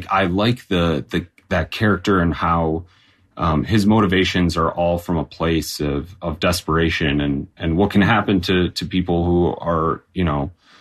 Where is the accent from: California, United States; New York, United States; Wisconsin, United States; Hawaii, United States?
Wisconsin, United States; I'm from Wisconsin, and so as many Wisconsinites are, I am a hunter and a deer hunter